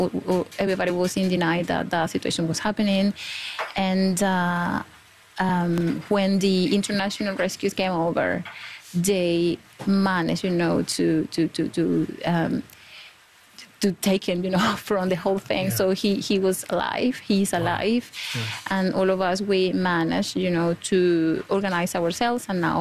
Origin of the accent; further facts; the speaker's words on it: Caracas, Capital District, Venezuela; English is a second language; I'm not from, you know, from the area, I'm from Caracas, but I'm from nearby.